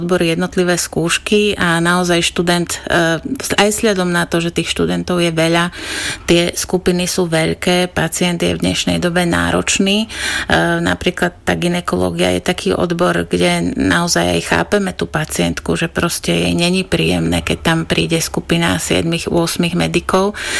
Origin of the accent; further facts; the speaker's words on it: Letanovce, Košice Region, Slovakia; moved away as an adult; also born or lived in Levoča; now in Košice, Slovakia; narodila som sa v Levoči a žila som v Letanovciach až do svojich 18 rokov. Na gymnázium som chodila v Spišskej Novej Vsi.